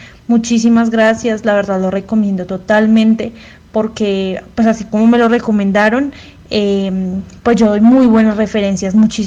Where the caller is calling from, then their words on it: Tibaná, Boyacá, Colombia; llamo desde Tibaná